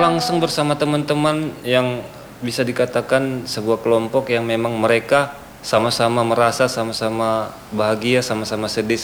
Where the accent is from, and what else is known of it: Sibolga, North Sumatra, Indonesia; born there